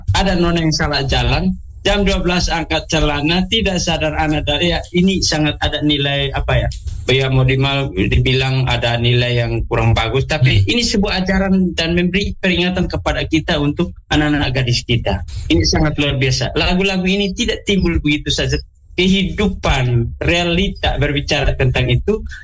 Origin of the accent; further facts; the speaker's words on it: East Nusa Tenggara, Indonesia; Kalau kami orang TTS katakan orang TTU mereka katakan takanap.